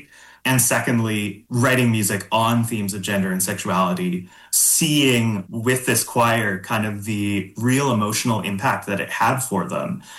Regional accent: Regina, Saskatchewan, Canada; moved away as an adult; So I was raised in Regina. I went to university there, lived there until I was about 21.

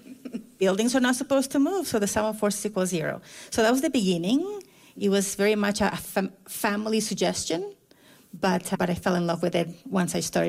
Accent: Colombia; I'm from Colombia, South America. I was born in the same city as

